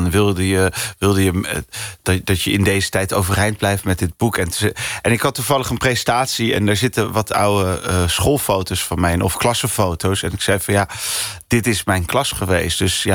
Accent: Rotterdam, South Holland, Netherlands; Ja, ik ben een Rotterdammer.

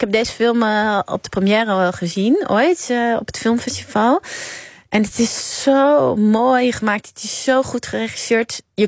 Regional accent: Nieuwegein, Utrecht, Netherlands; also born or lived in Amsterdam; now in a village near Utrecht, Netherlands; Ik ben van Amsterdam verhuisd naar een klein dorp vlakbij Utrecht. Dus ik ben Utrecht een beetje aan het... Nee, ik kom ook uit Nieuwegein oorspronkelijk, maar ik ben nog meer van Utrecht gaan houden de laatste paar jaar.

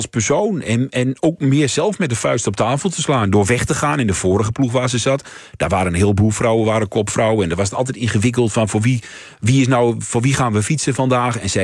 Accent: Overijssel, Netherlands; Maar ik ben altijd, ik kom uit Twente.

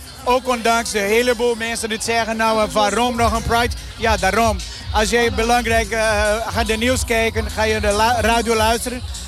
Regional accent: Brazil; also born or lived in Portugal; now in Zwolle, Netherlands; Ja, ik ben Braziliaan. Ik kom uit Brazilië. Ik heb heel lang in Portugal gewoond. En al 15 jaar in Nederland.

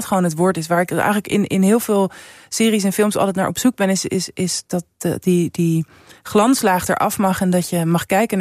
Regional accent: Amsterdam, North Holland, Netherlands; Nou, ik ben opgegroeid in Centrum Amsterdam en ik zat ook op een basisschool een beetje in de grachtengordel.

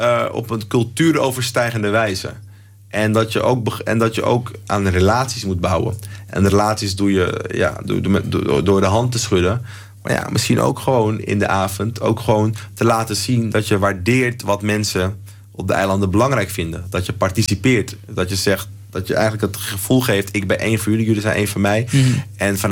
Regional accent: Amsterdam, North Holland, Netherlands; born or raised there

